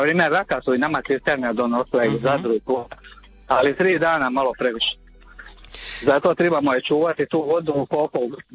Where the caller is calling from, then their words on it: Šibenik, Šibenik-Knin County, Croatia; kako prije bilo i kod nas u Šibeniku